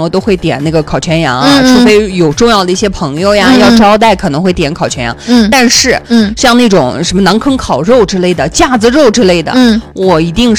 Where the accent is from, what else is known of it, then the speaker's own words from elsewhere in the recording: Xinjiang, China; 我感觉这是我们新疆男人的凉菜，